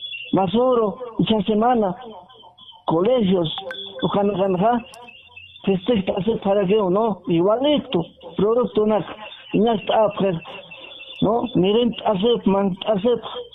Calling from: Puno, Peru; Estoy llamando desde la provincia de Mo

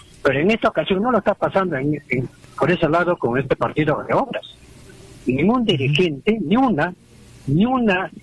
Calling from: Lima, Peru; Le llamo de acá de Lima, Perú.

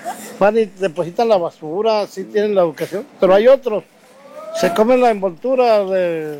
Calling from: Mexico; Soy de Altavista.

